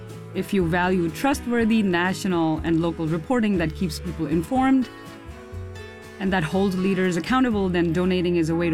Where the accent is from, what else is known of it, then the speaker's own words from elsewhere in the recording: India; now in United States; I grew up in India. I was a journalist in India, and now I'm a communication professor.